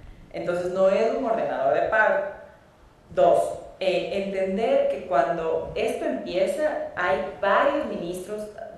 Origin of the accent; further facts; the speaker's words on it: Ecuador; lo que queremos todos como ecuatorianos